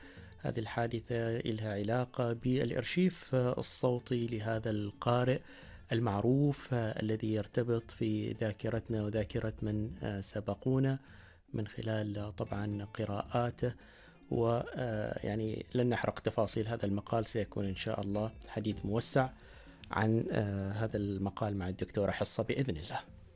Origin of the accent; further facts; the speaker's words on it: Oman; وعندنا في سلطنة عمان تجربة.